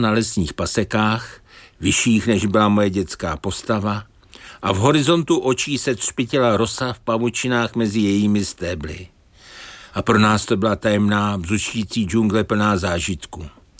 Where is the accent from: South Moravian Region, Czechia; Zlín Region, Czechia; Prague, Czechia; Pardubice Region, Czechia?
Prague, Czechia; vaše květvička vzal meprobamát, co jsem jmenoval, ale v té přehlídce zelených odstínů se mi najednou vybavil i obraz dětství ve Veleslavíně